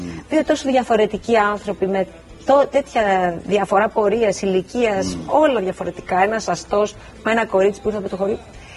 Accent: Peloponnese, Greece; also born or lived in Larissa; Εκεί γεννήθηκα λοιπόν στη Λάρισα, αλλά μετά ήρθαμε σε ένα χωριό κοντά στην Εμένα της Αρχαίας Κλεονές, όπου έμεινα μέχρι τα 13.

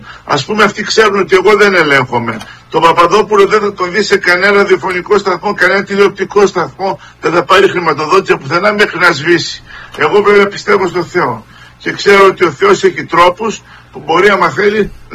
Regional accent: Greece

